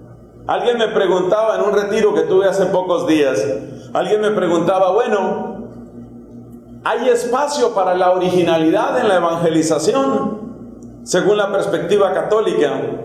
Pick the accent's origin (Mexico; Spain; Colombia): Colombia; Este año se ha exaltado muchísimo en mi país la figura de Gabriel García Márquez.